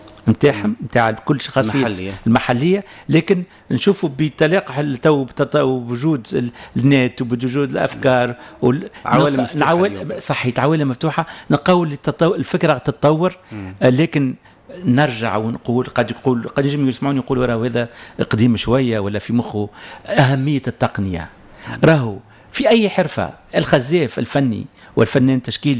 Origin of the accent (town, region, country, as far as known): Tunisia